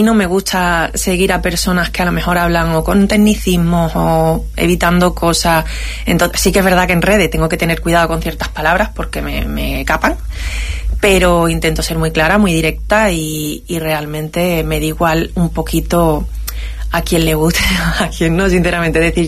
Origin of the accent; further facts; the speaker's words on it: Ceuta, Spain; Quería tener mi apellido es muy común y quería tener algo que me atara a mi tierra, y oye, pues mira, Benzú.